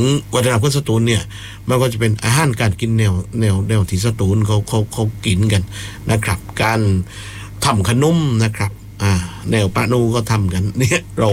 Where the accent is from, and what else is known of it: Phuket, Thailand